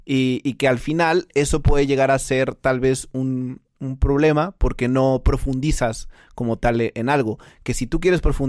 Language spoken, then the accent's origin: Spanish; Mexico City, Mexico; yo al venir de aquí de Ciudad de México, porque soy de Ciudad de México